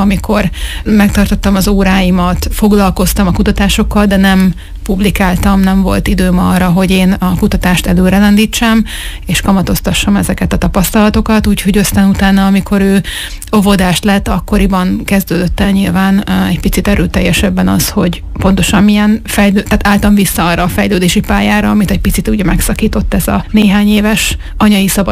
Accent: Hungary; moved away as an adult; also born or lived in United States; Igazából haza költöztünk és hazavándoroltunk, hiszen mi kivándoroltunk, tehát nem volt állandó lakcímem se az idő alatt, amíg Amerikában éltem.

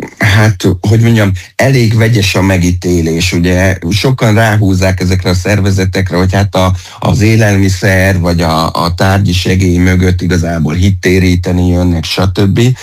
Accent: Hungary; ott is tudják, hogy Magyarországról vagyunk, ott is a döntéshozók tudták, hogy reformátusok vagyunk

